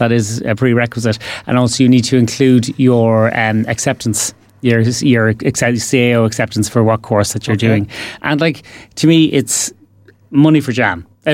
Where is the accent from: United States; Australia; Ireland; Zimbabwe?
Ireland; I'm from Louth.